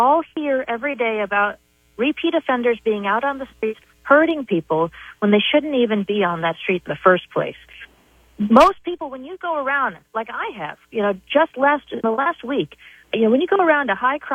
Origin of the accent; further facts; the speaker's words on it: New York, United States; born there; Well, I was born in New York.